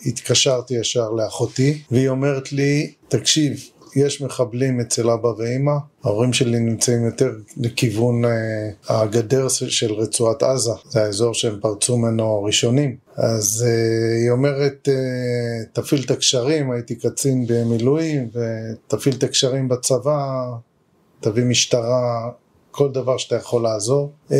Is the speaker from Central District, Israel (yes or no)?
no; Nir Oz, Southern District, Israel; moved away; אני מכיר אותה מילדותי שגדלתי בניר עוז